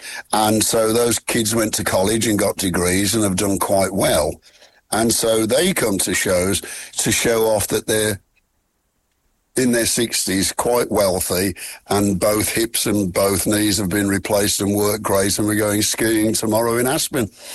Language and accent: English; Midlands, United Kingdom; I wasn't much for the industrial blight of growing up in the Midlands. I was one of the many asthmatics.